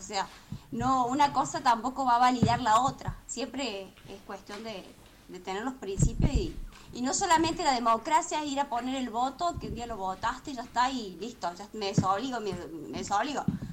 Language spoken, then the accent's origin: Spanish; Córdoba, Argentina; now in Traslasierra Valley, Argentina; Sí, de la provincia de Córdoba. Ciudad de Córdoba y vivo en Valle de Tras la Sierra. Así que bueno, de la provincia me digo.